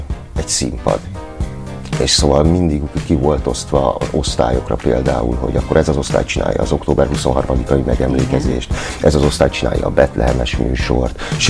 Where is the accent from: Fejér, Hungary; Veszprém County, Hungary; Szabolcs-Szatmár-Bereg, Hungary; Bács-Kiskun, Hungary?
Bács-Kiskun, Hungary; Kecskemét; kecskeméti vagyok. Én ott születtem, ott is nőttem föl, ott telt a gyerekkorom. Úgyhogy én nagyon szerettem ott felnőni. Tehát én szeretem, hogy vidéki srác vagyok. Szeretem azt, hogy kecskeméti vagyok